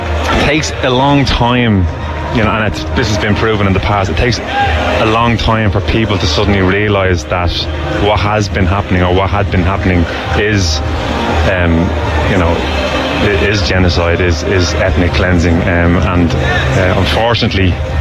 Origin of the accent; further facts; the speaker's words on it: Ireland; as an Irish person